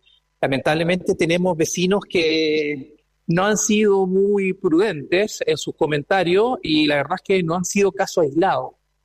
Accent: Chile; porque soy chileno

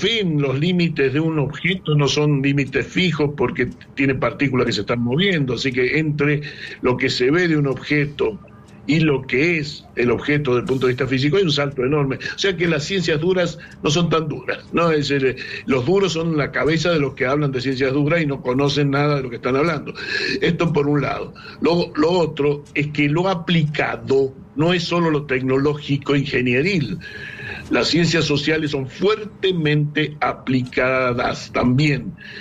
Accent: Argentina; en mi país, en Argentina

